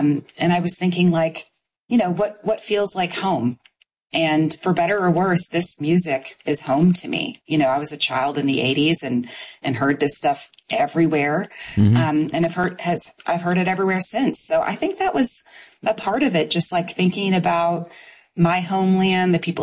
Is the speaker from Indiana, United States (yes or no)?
yes; Indiana, United States; moved away; I'm from Southern Indiana.